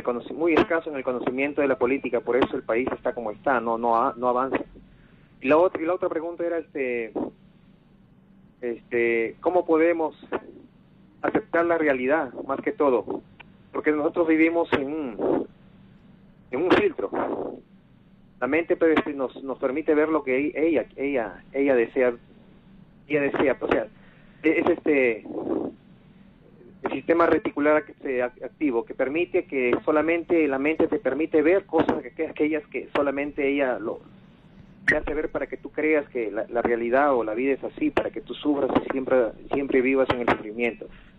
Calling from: Piura, Peru

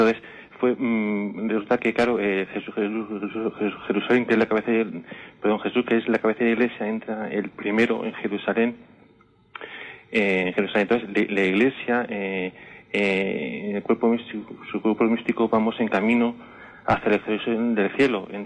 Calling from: Madrid, Community of Madrid, Spain; llamo de Madrid.

